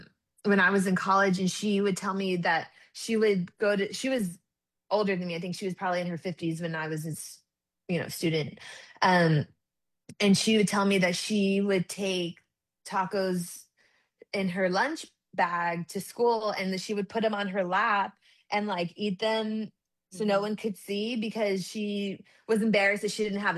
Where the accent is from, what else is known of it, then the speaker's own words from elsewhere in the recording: San Antonio, Texas, United States; now in Austin, United States; but I grew up in San Antonio